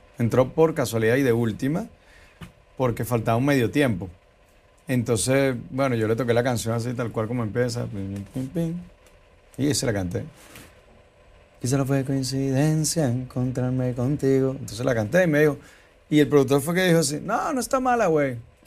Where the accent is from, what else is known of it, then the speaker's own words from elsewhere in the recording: Venezuela; moved away as an adult; also born or lived in California / Miami; now in Madrid, Spain; no solamente por ser venezolano